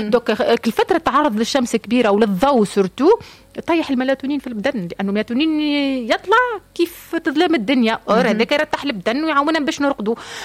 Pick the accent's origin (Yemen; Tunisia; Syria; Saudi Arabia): Tunisia; اسمع احنا تونسي راه ما عندوش الايماجيناسيون والخلايا